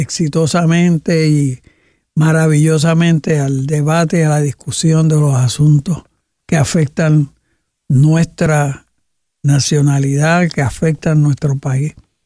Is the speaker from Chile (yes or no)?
no; Puerto Rico